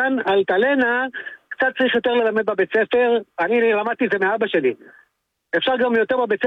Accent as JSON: {"language": "Hebrew", "town": "Tel Aviv", "region": "Tel Aviv District", "country": "Israel", "tie": "born there", "moved": "yes", "lives_now": "Sderot, Israel", "said": "והיום אני גר בסדרות, אבל אז הייתי גר עוד ביד אליהו."}